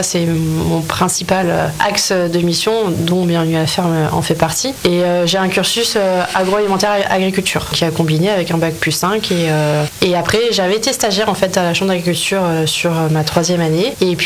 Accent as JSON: {"language": "French", "region": "Bourgogne-Franche-Comté", "country": "France", "tie": "born or raised there", "said": "j'ai grandi à la campagne, j'ai grandi à Châteauneuf-de-Bergis, notamment."}